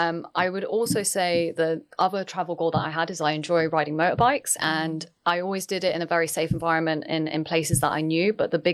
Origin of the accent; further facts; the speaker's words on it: United Kingdom; That's the reality of what I'm experiencing as a British Pakistani.